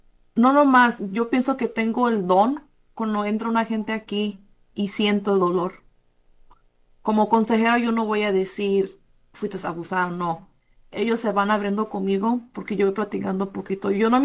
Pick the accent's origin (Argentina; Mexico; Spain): Mexico; Como mexicanos, queremos tapar todo el sol con un dedo.